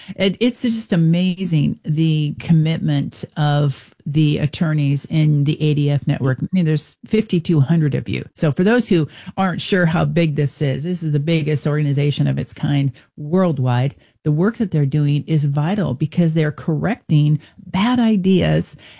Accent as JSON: {"language": "English", "region": "Washington", "country": "United States", "tie": "born there", "said": "I was born in Washington State. I live here now. Our family lives here."}